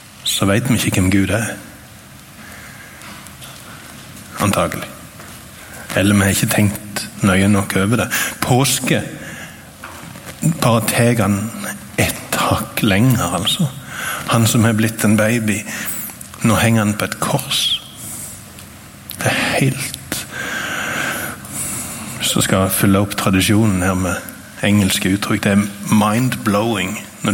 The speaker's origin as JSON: {"language": "Norwegian", "town": "Sokndal", "region": "Rogaland", "country": "Norway", "moved": "yes", "lives_now": "Nærbø, Norway", "said": "jeg kommer fra Sokndal. Jeg bor på Nærbø, der jeg har vært lærer på Trygghjem noen år."}